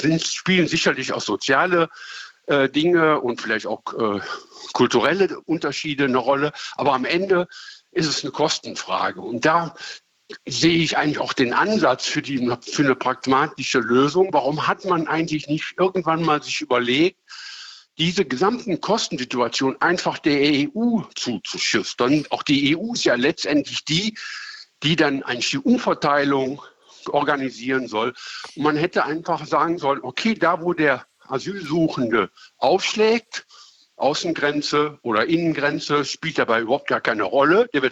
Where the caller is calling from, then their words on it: Neuss, North Rhine-Westphalia, Germany; Ich komme ungefähr aus Neuss an.